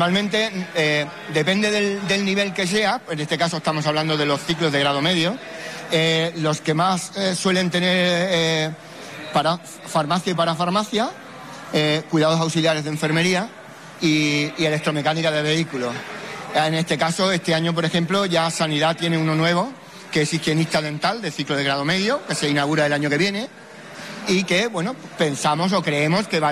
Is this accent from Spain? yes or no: yes; Ceuta, Spain; yo que soy de los que soy de la Almina y llevo mi camiseta de donde sea